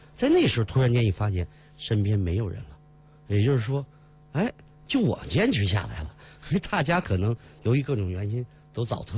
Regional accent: Northeast China, China; 我老家是东北的，那么一个人去了，我记得十八岁左右的时候

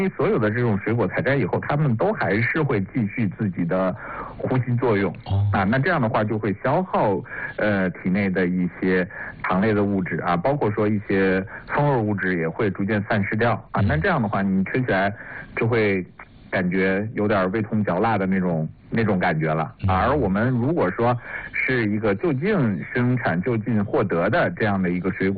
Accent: China; 特别适合我们中国人那口味的

